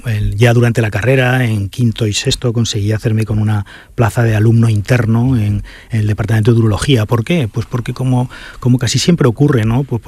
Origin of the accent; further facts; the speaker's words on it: Zaragoza, Aragon, Spain; born there; now in Málaga, Spain; Sí, yo nací